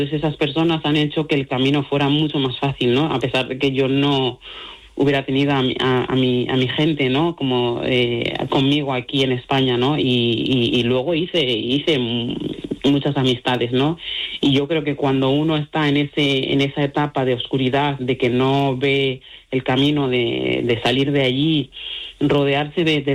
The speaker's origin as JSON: {"language": "Spanish", "country": "Mali", "second_language": "Spanish", "moved": "yes", "lives_now": "Spain", "said": "ahora no me acuerdo prácticamente de mi dialecto, hablo mejor el castellano y el gallego que mi propio dialecto, y la suerte que tengo es que tengo una pareja maravillosa que también es de Mali"}